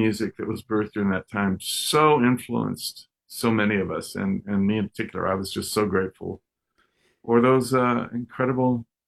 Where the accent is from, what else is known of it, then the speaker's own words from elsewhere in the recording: Texas, United States; born there; moved away; also born or lived in Hawaii; I was born in Texas.